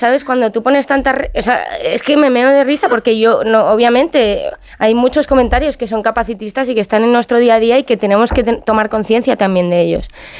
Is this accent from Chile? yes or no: no; Madrid, Community of Madrid, Spain; yo por lo menos en mi caso viví una adolescencia yo también que soy de Madrid